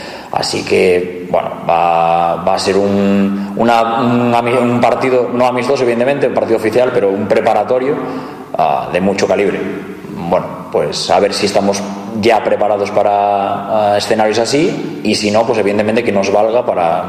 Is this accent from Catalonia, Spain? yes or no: no; Galicia, Spain; Como gallego, no quiero ser más gallego que el Orballo, pero te diré que depende.